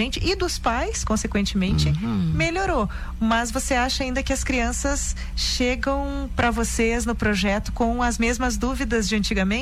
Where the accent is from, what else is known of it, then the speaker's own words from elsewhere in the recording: Rio Grande do Sul, Brazil; now in Lages, Brazil; Eu sou gaúcha, então pelo sotaque talvez vocês...